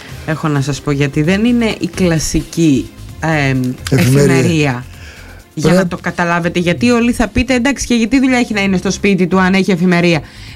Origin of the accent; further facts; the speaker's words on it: Lixouri, Ionian Islands, Greece; Γιατί την χάνει να είμαι από το Λιξούρι